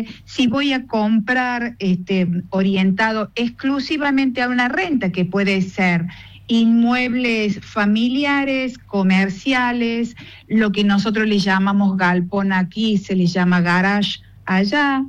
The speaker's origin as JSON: {"language": "Spanish", "country": "Argentina", "said": "vendría a ser como nosotros aquí en Argentina, una sociedad de responsabilidad limitada."}